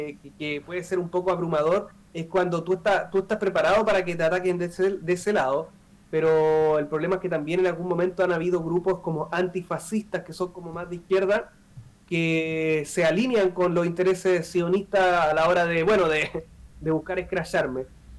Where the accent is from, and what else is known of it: Chile